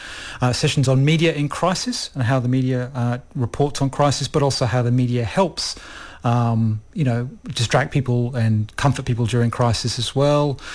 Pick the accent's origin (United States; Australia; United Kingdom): Australia; I'm Australian